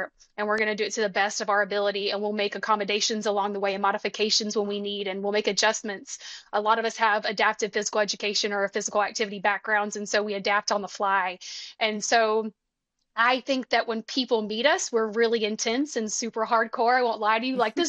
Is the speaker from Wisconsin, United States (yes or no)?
no; Alabama, United States; I'm from Alabama and I was around water all the time and I learned how to swim